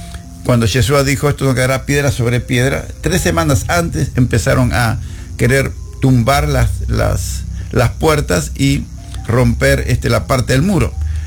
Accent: Argentina; como soy de Argentina

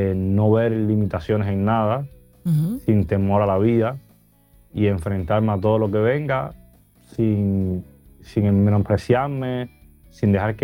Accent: Villa Clara, Cuba; moved away; Soy natural de Cuba, nacido en Sahualarán de Villa Clara y tengo 30 años.

